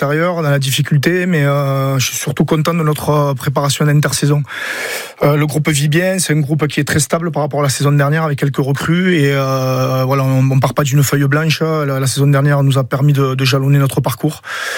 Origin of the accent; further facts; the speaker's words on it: Collioure, Occitanie, France; Je suis originaire de Collioure